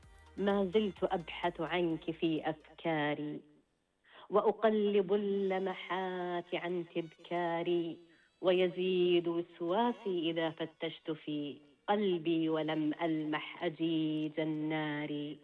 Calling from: Riyadh, Riyadh Province, Saudi Arabia

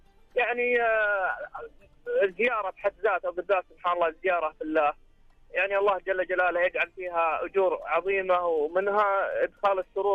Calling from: Jubail, Eastern Province, Saudi Arabia; انا اكلمك من حول الجبيل او العينه الدرعيه

